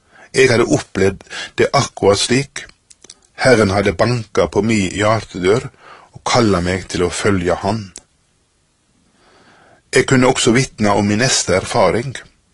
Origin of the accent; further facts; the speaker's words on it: Bremnes, Vestland, Norway; born there; Jeg glemmer aldri mitt første vitnemål på Yngres hjemme på Bremnes.